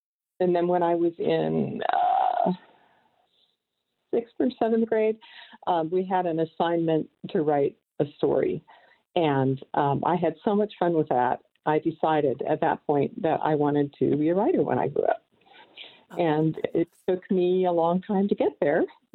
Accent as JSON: {"language": "English", "region": "New Jersey", "country": "United States", "tie": "born or raised there", "also_born_or_lived": "New York / Maryland / Kansas / California", "said": "I was born in New Jersey, went back and forth between New York and New Jersey as a toddler. I lived in Maryland for a couple of years, Kansas for 1 year"}